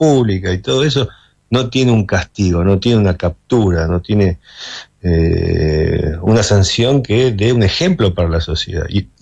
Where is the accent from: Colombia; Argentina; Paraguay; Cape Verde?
Argentina; somos argentinos